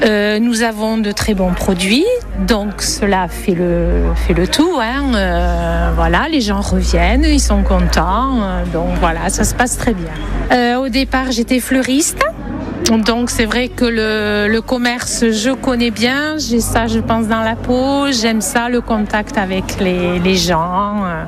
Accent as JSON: {"language": "French", "town": "Mirepeix", "region": "Nouvelle-Aquitaine", "country": "France", "tie": "born or raised there"}